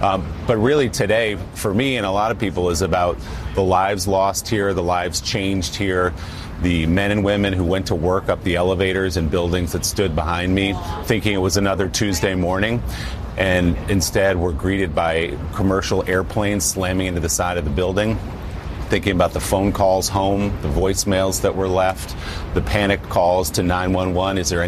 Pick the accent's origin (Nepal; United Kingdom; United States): United States; New Jersey; people you know and I know from my hometown in New Jersey and friends of ours and members of my family who lived through this